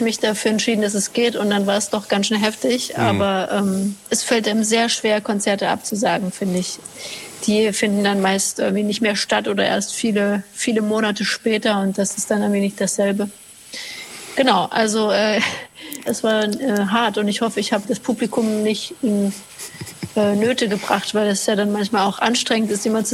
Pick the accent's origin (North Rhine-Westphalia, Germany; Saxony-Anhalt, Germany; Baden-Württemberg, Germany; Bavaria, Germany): Saxony-Anhalt, Germany; Halle; dieses erste Programm, Vertraute Orte, befasst sich mit Orten meiner Kindheit und Jugend in Halle, dort bin ich aufgewachsen.